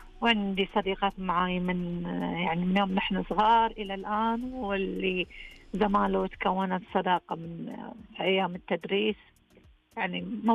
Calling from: Saihat, Eastern Province, Saudi Arabia; تعرفت عليها في الغزو لما جو عندنا في سيهات.

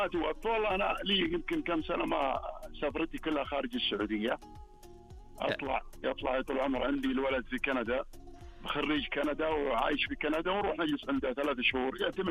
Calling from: Al-Ahsa, Eastern Province, Saudi Arabia; نطلع من الحسا.

